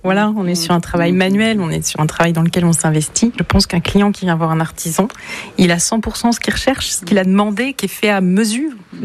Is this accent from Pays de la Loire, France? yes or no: yes; Cholet, Pays de la Loire, France